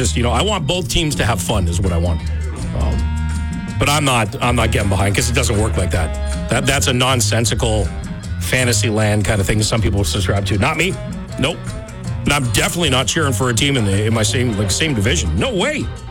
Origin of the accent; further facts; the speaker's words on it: Quebec, Canada; moved away; I am born and raised in Quebec. I speak both languages.